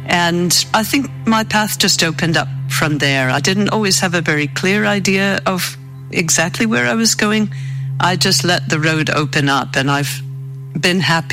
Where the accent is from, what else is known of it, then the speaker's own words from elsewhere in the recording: New England, United States; moved away as an adult; also born or lived in Canada / Southern Africa / Namibia; growing up in New England, I was interested in nature and the idea that the world could be better and that we needed to help make it better. From early on, I went off to university in Canada